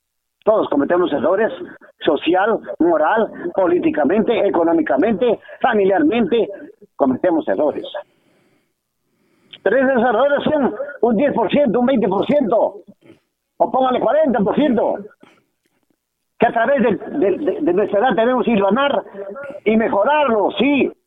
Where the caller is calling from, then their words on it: Villa Rica, Pasco, Peru; aquí en Villa Rica